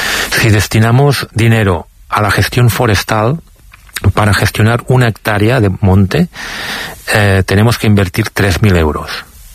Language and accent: Spanish; Catalonia, Spain; Sí, ayer mismo, al lado de mi pueblo, fui a apagar un incendio en el municipio de Subirats